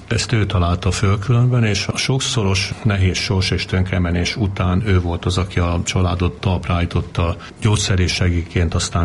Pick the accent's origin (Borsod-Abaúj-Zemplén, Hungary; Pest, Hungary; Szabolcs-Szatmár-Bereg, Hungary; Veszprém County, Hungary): Veszprém County, Hungary; Alsóörs; Így gyerekeskedtem a gyógyszertár környékén Alsajoson